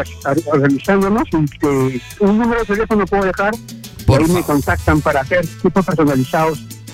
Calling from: Lima, Peru; Desde el RIMAC.

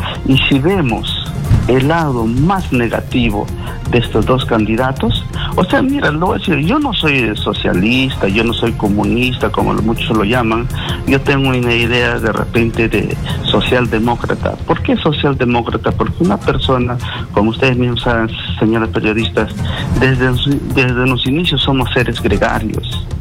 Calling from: Chanchamayo, Junín, Peru; yo me llamo de Chanchamayo.

